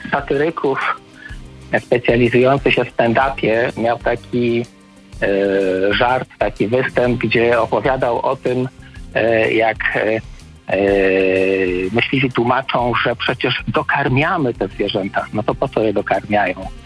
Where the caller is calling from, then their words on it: Cieszyn, Silesian Voivodeship, Poland; Mieszkam w Cieszynie